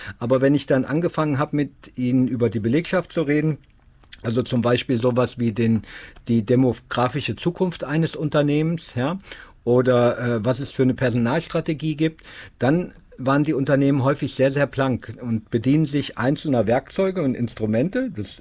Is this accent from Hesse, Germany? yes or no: yes; Kassel, Hesse, Germany; ich bin ein Nordstadtkind, ich bin in der Nordstadt groß geworden